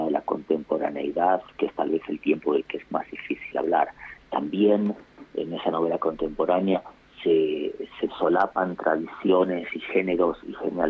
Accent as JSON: {"language": "Spanish", "country": "Argentina", "moved": "yes", "said": "más allá de que mi acento haya cambiado, que yo lleve hasta el tiempo más tiempo viviendo fuera de Argentina que en el país"}